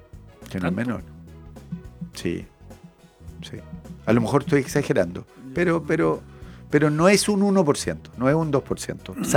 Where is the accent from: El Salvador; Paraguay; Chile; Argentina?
Chile; Talcahuano, Biobío; Sí, yo soy de Talcahuano, pues, mi querido.